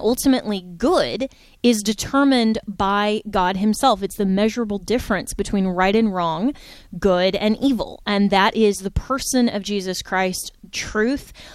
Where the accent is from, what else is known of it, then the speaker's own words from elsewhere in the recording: Florida, United States; Well, I think that perhaps my home state, the Free State of Florida, has been doing that well compared to perhaps California or New York